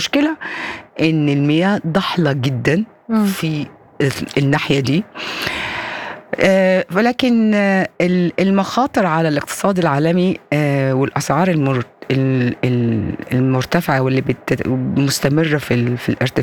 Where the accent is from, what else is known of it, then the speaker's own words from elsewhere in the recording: Egypt; وعندنا في مصر كنا يقول لك لو البنزين غلي كل حاجة بتغلى.